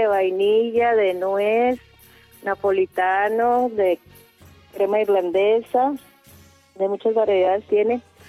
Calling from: San Isidro, Mexico; De aquí de San Isidro

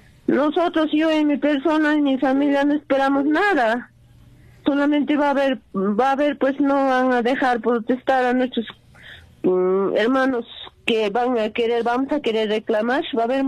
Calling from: Ayaviri, Puno, Peru; De Ayavire.

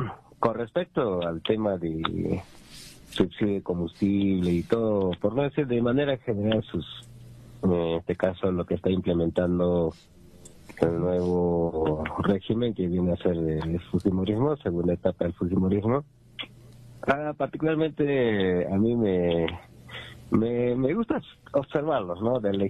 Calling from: Peru

